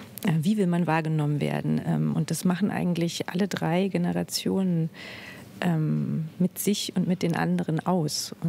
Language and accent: German; Berlin, Germany; hatte als Berlinerin nur so dieses flache Umland